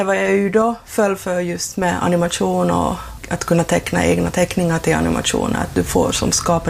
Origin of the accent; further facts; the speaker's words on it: Kaskö, Ostrobothnia, Finland; Jag är från Kaskö och här är ju en sån här perfekt setting för en mystisk värld.